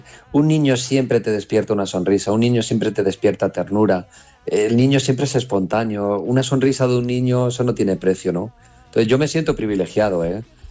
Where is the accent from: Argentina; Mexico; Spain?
Spain; nosotros aquí en España